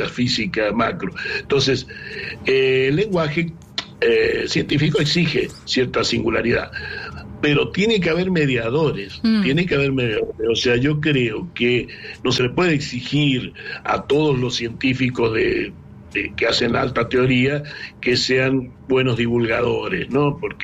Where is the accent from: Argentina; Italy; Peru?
Argentina